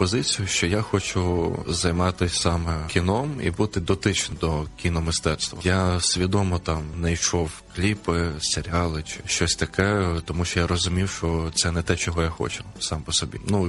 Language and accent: Ukrainian; Kyiv, Ukraine; born there; Я народився в Києві, тут і живу.